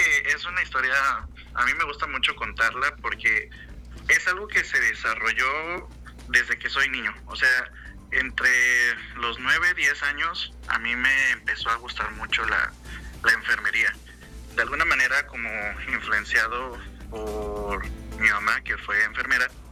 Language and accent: Spanish; Tamazunchale, San Luis Potosí, Mexico; also born or lived in Ciudad Valles; soy originario de Tamazunchale. Nací en Valles, ajá, pero, o sea, toda mi vida he vivido en Tamazunchale.